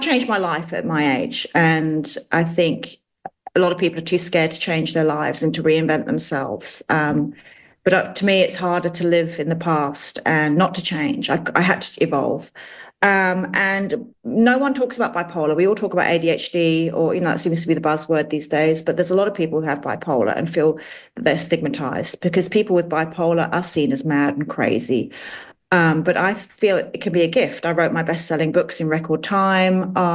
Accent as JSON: {"language": "English", "region": "London", "country": "United Kingdom", "tie": "born or raised there", "said": "He didn't live in England when we were growing up in London."}